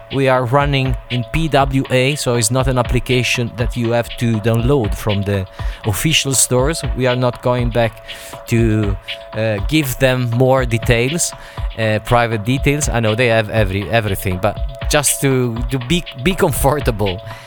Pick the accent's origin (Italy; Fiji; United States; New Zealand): Italy; now in Dubai, United Arab Emirates; I'm a Spaghettini. I'm an Italian guy but living in Dubai.